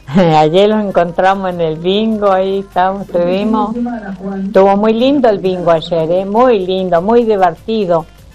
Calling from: Junín de los Andes, Neuquén, Argentina; Saludo a todo mi pueblo de Junín de los Andes

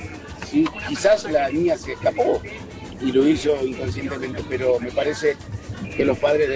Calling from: El Jagüel, Buenos Aires Province, Argentina; del Jahuel.

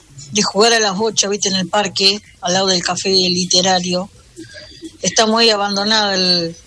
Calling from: Argentina; acá de Barrio Jardín.

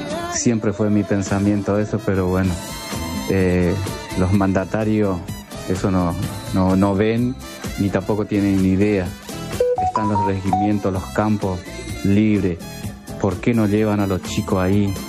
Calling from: Lomas de Zamora, Buenos Aires Province, Argentina; de Loma Zamora

